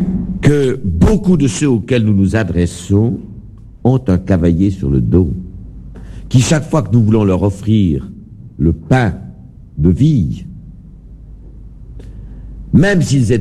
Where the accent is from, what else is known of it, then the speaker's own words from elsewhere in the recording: Grandson, Vaud, Switzerland; Quand j'étais enfant, je suis natif de Grandson.